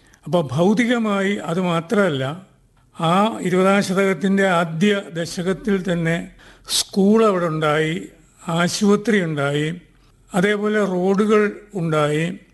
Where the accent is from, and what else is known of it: Ezhumattoor, Kerala, India; born or raised there